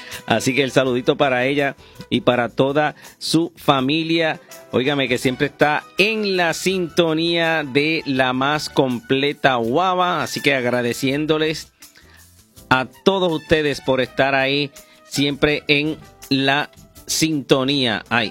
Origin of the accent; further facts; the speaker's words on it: Aguada, Puerto Rico; born there; allá en mi pueblo de Aguada.